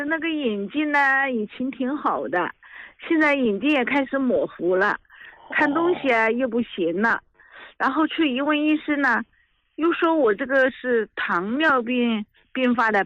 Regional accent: Hubei, China; 我家是湖北的，

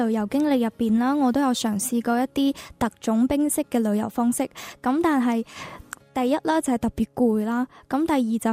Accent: Guangzhou, Guangdong, China; 我是来自广州的。

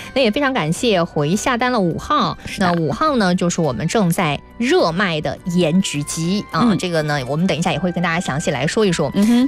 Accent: Gansu, China; now in Guangzhou, China; 我寄到我们甘肃老家都会包邮

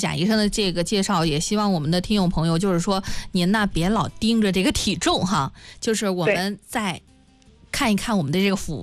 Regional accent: northern China, China; 像我们北方人

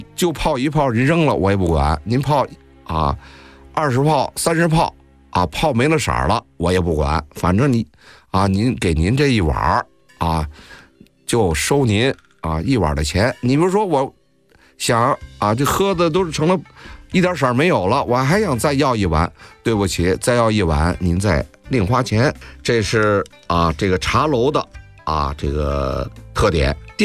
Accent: Beijing, China; 也就是我们北京人说的是茶钱

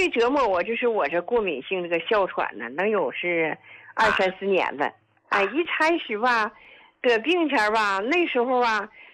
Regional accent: Yingkou, Liaoning, China; 我是来自辽宁，就是营口的患者。

